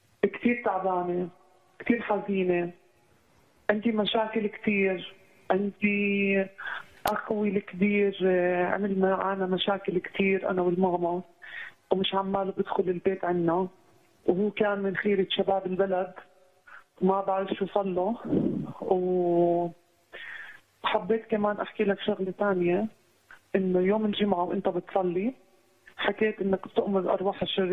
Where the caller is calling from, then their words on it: Palestine; من فلسطين.